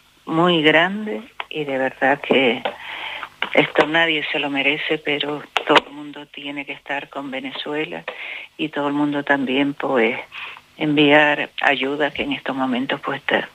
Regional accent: Canary Islands, Spain

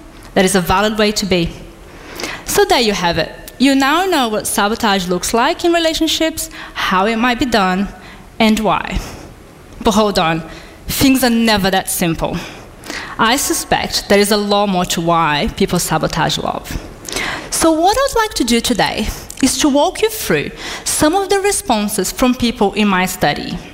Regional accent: Rio de Janeiro, Brazil; my hometown, Rio de Janeiro, in Brazil.

